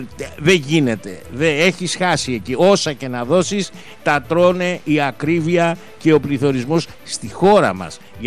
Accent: Western Greece, Greece; καλημέρα απέναντι στην πατρίδα μου, Μεσολόγγι και Αγρίνιο, στην Ετωλοακαρνανία γενικώς.

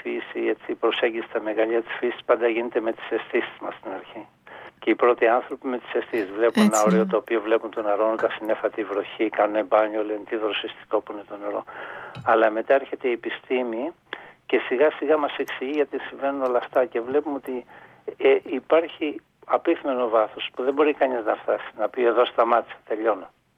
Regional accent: Kalamata, Peloponnese, Greece; εγώ είμαι από την Καλαμάτα και όταν ήμουν μικρός

